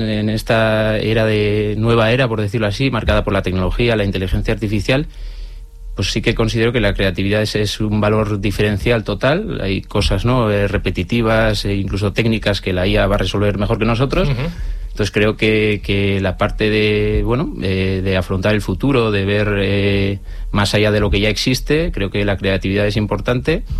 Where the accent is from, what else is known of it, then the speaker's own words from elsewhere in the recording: Vitoria-Gasteiz, Basque Country, Spain; somos de aquí de Vitoria y decidimos emprender aquí.